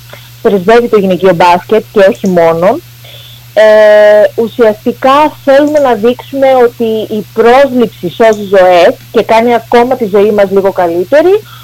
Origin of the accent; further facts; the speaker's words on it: Heraklion, Crete, Greece; εγώ ουσιαστικά είμαι γεννημένη και μεγαλωμένη στο Ηράκλειο της Κρήτης